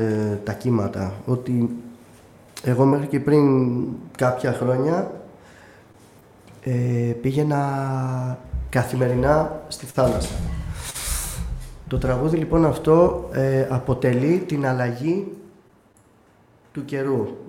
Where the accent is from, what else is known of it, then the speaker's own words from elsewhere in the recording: Crete, Greece; το έχω συνδυάσει με τα παιδικά μου χρόνια στην Κρήτη, που μεγάλωσα με παππούδες, με γιαγιάδες, με τα ξαδέρφια μου, παίζαμε στην αυλή